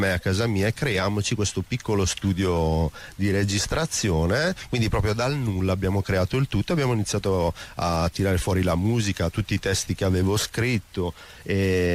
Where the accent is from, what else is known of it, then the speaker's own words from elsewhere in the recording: Brescia, Lombardy, Italy; also born or lived in Apulia; In realtà sono nato al sud, ma ho sempre vissuto comunque a Brescia